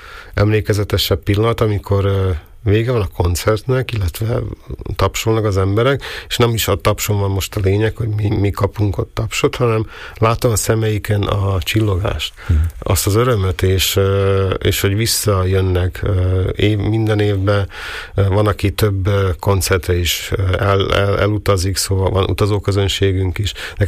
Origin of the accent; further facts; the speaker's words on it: Veľký Meder, Trnava Region, Slovakia; én Nagymegyeren nevelkedtem.